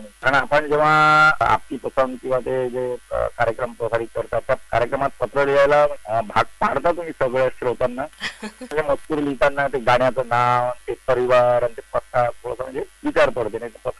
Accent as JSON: {"language": "Marathi", "area": "a village in Wardha district", "region": "Maharashtra", "country": "India", "tie": "born or raised there", "also_born_or_lived": "Amravati", "said": "लहानारवी तालुका श्री जिल्हा वर्धा माझं गाव आहे"}